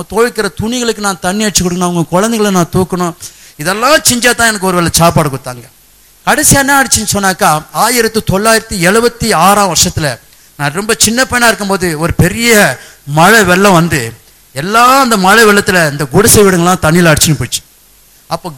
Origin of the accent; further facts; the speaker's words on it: Chennai, Tamil Nadu, India; இங்க இருக்கிறதான அருகாமல, இங்க எல்லாம் அருகாமல், சிந்தாதிரிப்பட்டு என்ற ஊர்ல தான் நான் பிறந்து வளர்ந்தேன்.